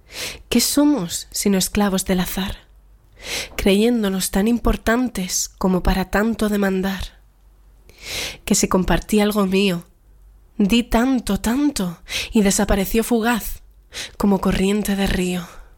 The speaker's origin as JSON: {"language": "Spanish", "town": "Málaga", "region": "Andalusia", "country": "Spain"}